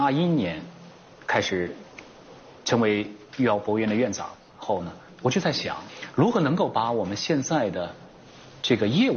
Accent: Jingdezhen, Jiangxi, China; 2006年回到景德镇，当时是一个政府组织的一个去引财引资的一个活动回来，让我有了深入接触、了解我家乡的机会。

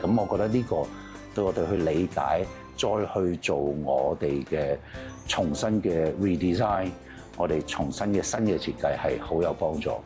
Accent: Hong Kong; 我覺得就作為一個真係本土土生土長香港人

